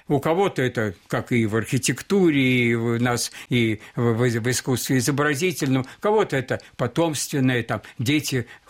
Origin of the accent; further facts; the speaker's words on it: Moscow, Russia; born there; Я родился в Москве.